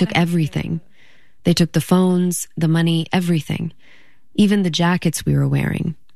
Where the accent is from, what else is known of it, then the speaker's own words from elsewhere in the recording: Syria; English is a second language; I'm 32 years old. I'm from Syria. I'm a teacher in Syria.